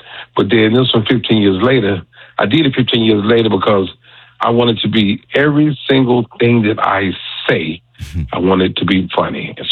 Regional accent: Atlanta, Georgia, United States; Even though, you know, I'm born and raised in Atlanta from the west side. And I can remember when the building was a Sears and Roebuck.

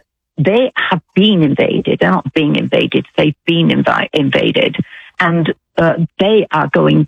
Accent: United Kingdom; I'm not. I'm British.

